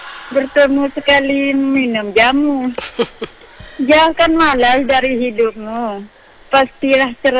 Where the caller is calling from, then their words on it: Riau, Indonesia; Dari penyalai